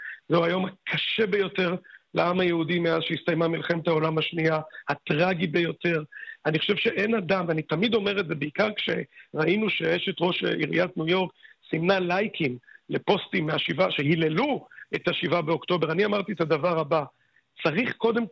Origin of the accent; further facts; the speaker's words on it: Tel Aviv, Tel Aviv District, Israel; אני ראי תל אביבי